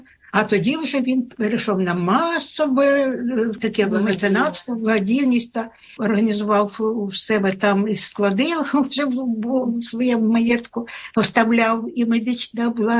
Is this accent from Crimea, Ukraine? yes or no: no; Chornobyl, Kyiv Oblast, Ukraine; А я стою, кажу, люди добрі, то я з Чорнобиля, ось у зараз. Я що, чорна?